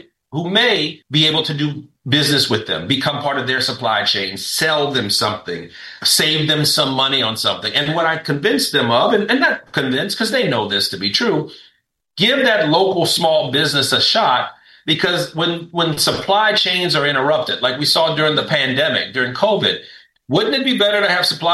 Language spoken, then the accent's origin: English; Lafayette, Louisiana, United States; also born or lived in Houston, Texas; And so I was born in Houston. And I think it was very short after my mom realized she needed some help. And so they moved back to Lafayette, Louisiana, where she was born and raised.